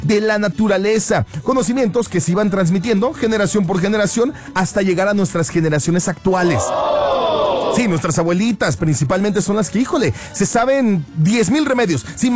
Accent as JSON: {"language": "Spanish", "country": "Mexico", "said": "nosotros como mexicanos"}